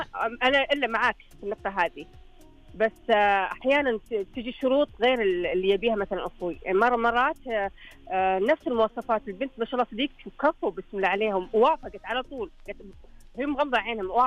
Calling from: Eastern Province, Saudi Arabia; انا من الشرقية.

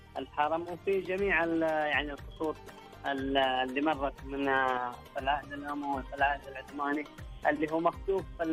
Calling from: Medina Province, Saudi Arabia; أنا من ضواحي المدينة أنا أصل بعد العصر ممكن للمدينة وبعدين أرجع يعني تبعد عني 100 وشوية المدينة

